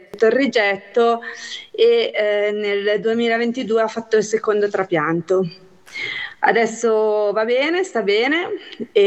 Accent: Liguria, Italy; diciamo che essendo liguri nuotava sempre in mare

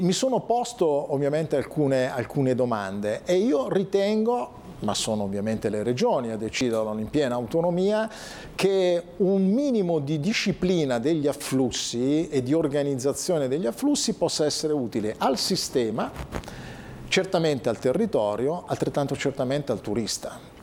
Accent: Como, Lombardy, Italy

